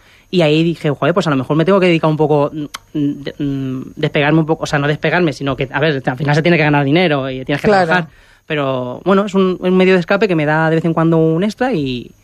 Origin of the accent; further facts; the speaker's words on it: Ciudad Real, Castilla-La Mancha, Spain; moved away as an adult; also born or lived in Madrid; yo desde que estoy en Madrid, bueno, estaba en Madrid, porque he vuelto hace cuestión de unos meses, desde enero estoy aquí en Ciudad Real otra vez, he vuelto a mi tierra natal